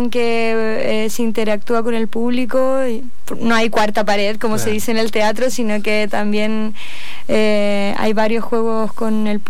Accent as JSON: {"language": "Spanish", "town": "Chillán", "region": "Ñuble", "country": "Chile", "tie": "born or raised there", "also_born_or_lived": "Santiago / Barcelona", "moved": "as an adult", "said": "Yo nací y criada en Chillán."}